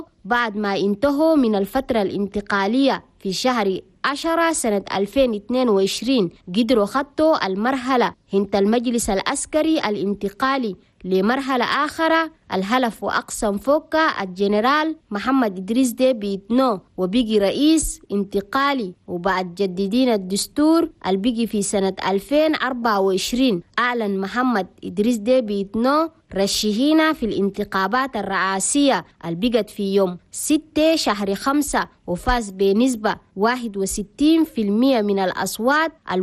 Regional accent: Chad; ده كل كي بيجي في بلدنا تشاد وبفضل حنا التحول السريع في الإنتاج والاقتصاد قدرت بلدنا تشاد اتحكمت في إدارة التوازن

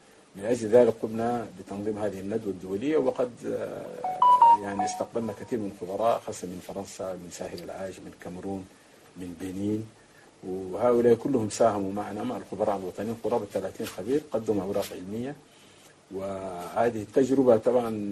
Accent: Chad; في بلادنا تشاد

